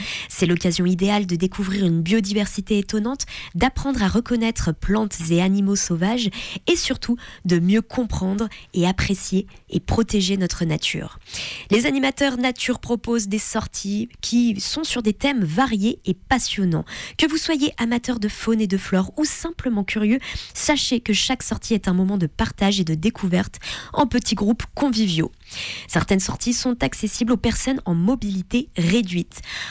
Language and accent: French; Auvergne-Rhône-Alpes, France; chez nous en Isère